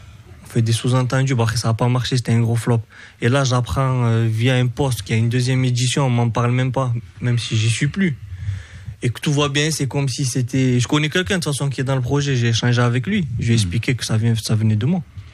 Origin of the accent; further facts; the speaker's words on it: Montauban, Occitanie, France; Non, moi je suis du 82.